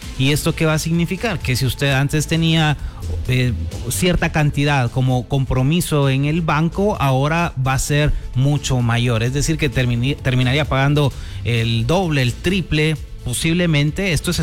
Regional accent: Guatemala

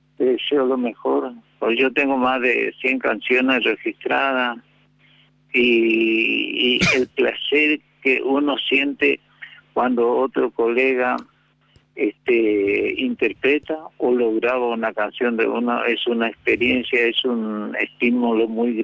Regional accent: Ituzaingó, Corrientes, Argentina; now in Posadas, Argentina; De la música del litoral, soy de Ituzaingó, Corrientes, de sí, la provincia de Corrientes, allá radicado en Posadas.

